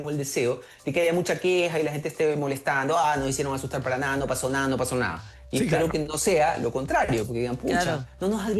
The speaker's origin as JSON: {"language": "Spanish", "town": "Guayaquil", "region": "Guayas", "country": "Ecuador", "moved": "as an adult", "said": "yo soy de Guayaquil, de Ecuador. Cuando yo vivía ahí hace largos 25 años, tú tenías 31, 32 grados. Eso era el clima de mi ciudad, Guayaquil."}